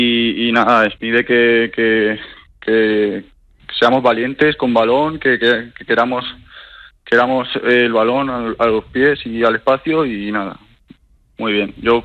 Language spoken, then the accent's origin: Catalan; Valencia, Valencian Community, Spain; Sí, la verdad que yo me crié en San Marcelino